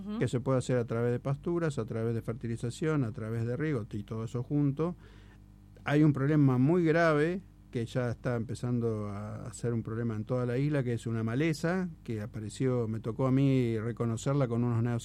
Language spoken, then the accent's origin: Spanish; Argentina; el problema que tenemos como argentinos